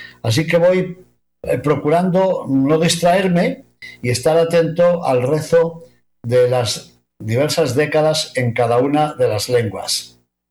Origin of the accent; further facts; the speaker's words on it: Palazuelo de Órbigo, Castile and León, Spain; Cuando era niño, en casa, vivíamos en Palazuelo de Órbigo, mi padre era el maestro